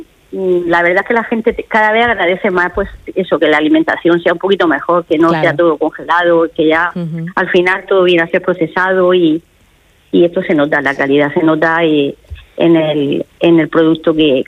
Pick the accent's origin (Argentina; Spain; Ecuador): Spain; Cartagena, Region of Murcia; Somos cartageneros, pero el higo, eso es muy muy murcianico